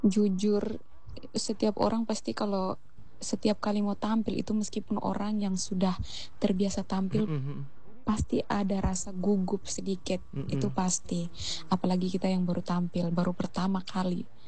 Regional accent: Alor, East Nusa Tenggara, Indonesia; also born or lived in Kefamenanu; Saya lahir besarnya itu di Alor, cuman untuk aslinya dari mana sebenarnya saya asli orang Kefa. Kefa. Cuman bapak mama sudah menetap di Alor sudah lama sekali, jadi ya anggap saja kami orang Alor.

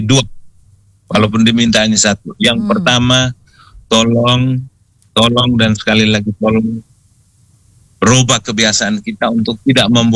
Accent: Ende, East Nusa Tenggara, Indonesia; kita orang Ende

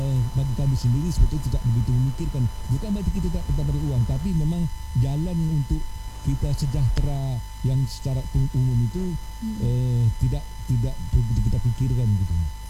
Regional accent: Pekanbaru, Riau, Indonesia; Saya katakan, kalau kami Melayu di Pekanbaru, jangankan sesuatu yang membahagiakan, kami beli motor kabut tepung tawar gitu.

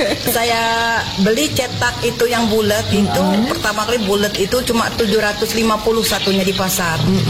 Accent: Bangka Belitung Islands, Indonesia; saya asli Bangka. Asli Bangka Belitung.

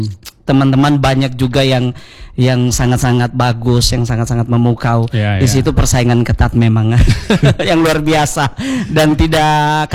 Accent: Morowali Utara, Central Sulawesi, Indonesia; moved away as an adult; now in Palu, Indonesia; Morowali Utara, tapi sudah berdomisili di Palu saat ini sejak 2009.

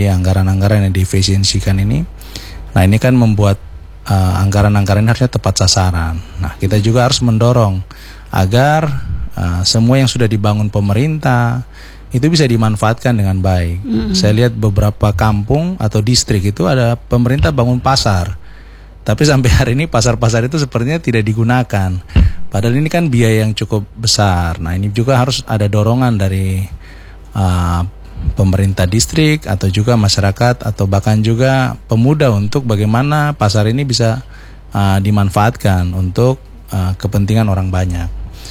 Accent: Kaimana, West Papua, Indonesia; sebagai anak Kaimana

